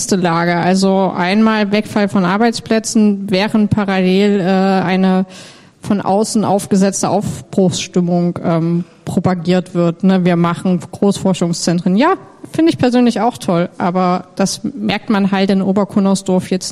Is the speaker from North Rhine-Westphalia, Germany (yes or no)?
no; Dresden, Saxony, Germany; Jetzt bin ich in Dresden aufgewachsen und muss sagen, ja, naja, also Stadt ist das jetzt